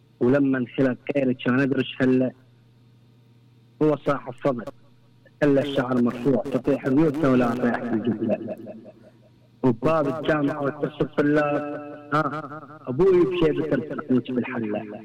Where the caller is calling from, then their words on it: Fallujah, Al Anbar, Iraq; انا من الانبار من فلوجة